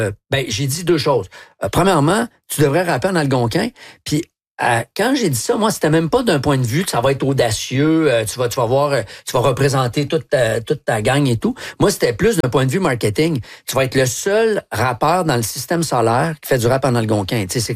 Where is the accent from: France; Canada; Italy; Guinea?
Canada; Quebec; moi, je viens du Québec, mes parents viennent de la Côte-Nord, j'ai des amis de partout dans le monde